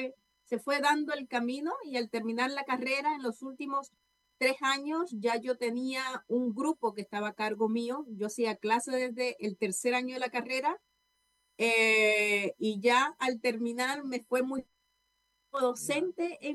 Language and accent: Spanish; Cuba; moved away as an adult; now in Chile; yo soy cubana.